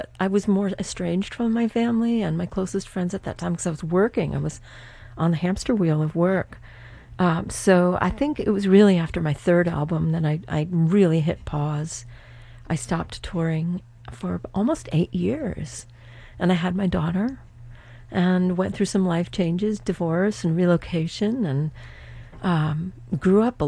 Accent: Rockport, Massachusetts, United States; being in Rockport, growing up in Rockport, where I barely got in the FM radio dial.

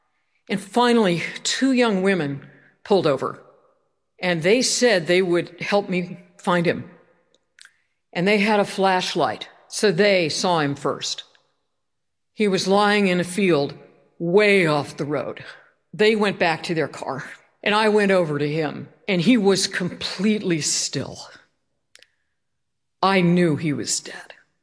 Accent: East Coast, United States; also born or lived in California; I spent about half my life on the East Coast. I'm from the East Coast. about half my life in California.

